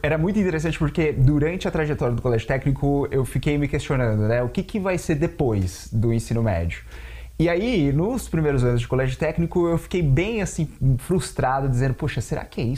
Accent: Bauru, São Paulo, Brazil; Eu brinco que eu literalmente cresci dentro da unidade de Bauru

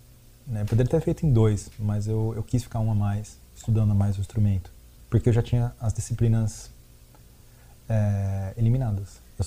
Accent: Brazil; also born or lived in Netherlands; Eu sou brasileiro, eu falo português, eu tenho a minha cultura, sabe? Até daria para ter ficado na Holanda, mas eu tinha muito mais oportunidades de trabalho aqui no Brasil do que lá

